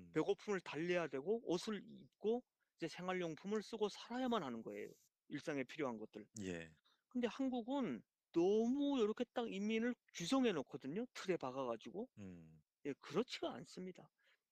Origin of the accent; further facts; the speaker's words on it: North Korea; now in South Korea; 저는 북한 땅에 이제 여기 교보문고 있지 않습니까? 대형 서점을 북한